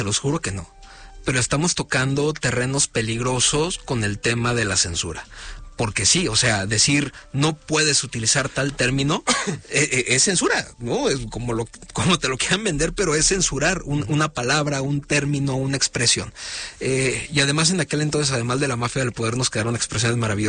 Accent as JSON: {"language": "Spanish", "country": "Mexico", "said": "a mí como mexicano claramente me preocupa la percepción"}